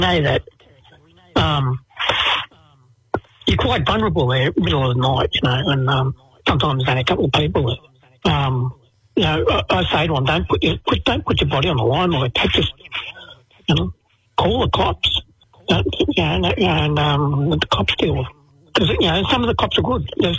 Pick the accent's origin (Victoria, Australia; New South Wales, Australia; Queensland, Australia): Victoria, Australia; Melbourne; Well, I grew up in Fitzroy in Melbourne, but my mob is Gunai Kanai and Gunatamara, or Western Districts of Victoria, Kulin Nation, basically.